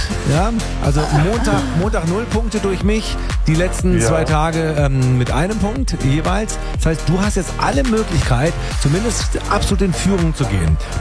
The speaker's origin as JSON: {"language": "German", "town": "Tübingen", "region": "Baden-Württemberg", "country": "Germany", "tie": "born or raised there", "said": "Aus meiner Heimatstadt Tübingen hat sich Svenja gemeldet."}